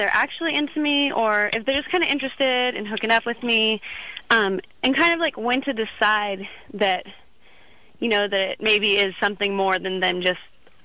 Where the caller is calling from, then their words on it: Sacramento, California, United States; I live in Sacramento.